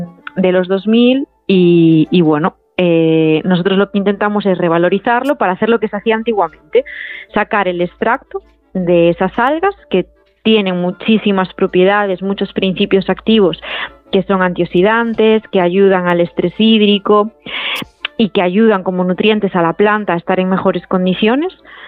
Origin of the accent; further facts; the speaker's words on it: Galicia, Spain; yo soy de Galicia y estamos muy ligados al mar